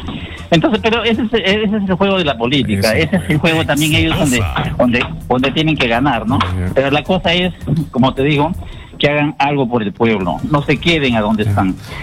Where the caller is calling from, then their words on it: Lima, Peru; Estoy en San Borja.